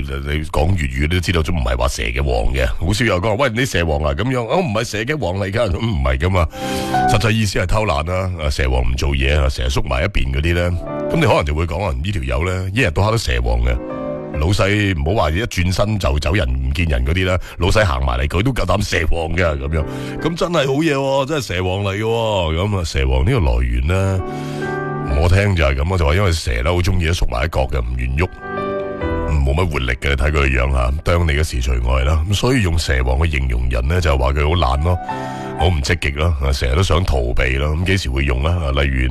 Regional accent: Guangdong, China; 我哋广东人咧都即系幽默感好够嘅吓

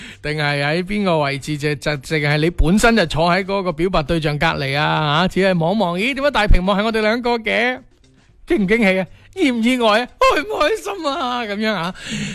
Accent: Guangdong, China; 我哋中国人啦，或者系讲紧我哋尤其广东人

